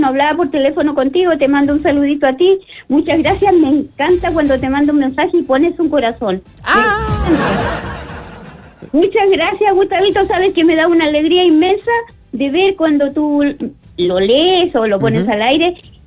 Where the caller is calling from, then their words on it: Quilpué, Valparaíso, Chile; de Quilpué.